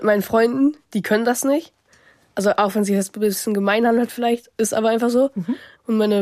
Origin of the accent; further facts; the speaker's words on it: Dithmarschen, Schleswig-Holstein, Germany; born there; accent: Dithmarscher Platt; also born or lived in Buxtehude; Ich bin in Buxtehude geboren. Mhm. Bin dann aber, als ich, glaube 6 Monate alt war oder so, nach Passade gezogen. Aber das ist Dithmarscher Platz, bin ich sicher.